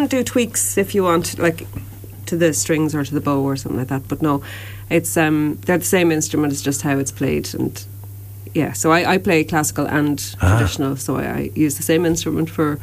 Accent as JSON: {"language": "English", "town": "Barrington", "region": "Leinster", "country": "Ireland", "tie": "born or raised there", "said": "We grew up near the church, and my family have played music since we were young. So we played at a lot of things in the parish and around the Wexford area since we were quite young."}